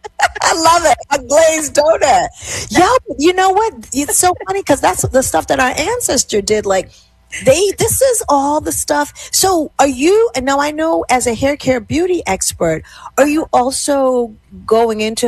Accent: Jamaica; growing up a lot of sea moss, you know, being Jamaican

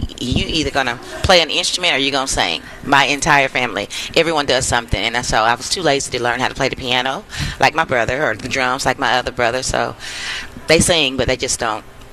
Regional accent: Arkansas, United States; I'm from Arkansas.

